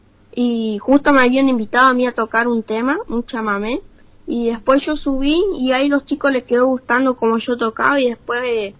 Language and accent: Spanish; Allen, Río Negro, Argentina; yo soy de Allen y el resto de los chicos son de Roca.